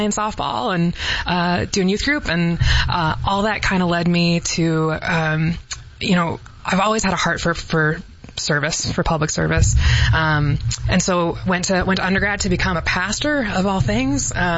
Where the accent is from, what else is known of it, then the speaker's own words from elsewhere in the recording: Illinois, United States; I grew up in the Chicago suburbs, like I like to say, where Costco meets the cornfields.